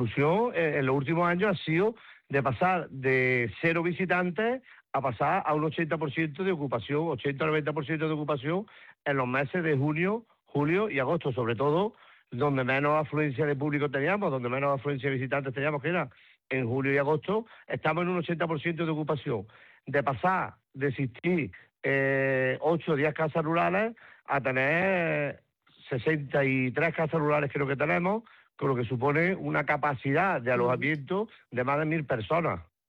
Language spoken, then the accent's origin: Spanish; Córdoba, Andalusia, Spain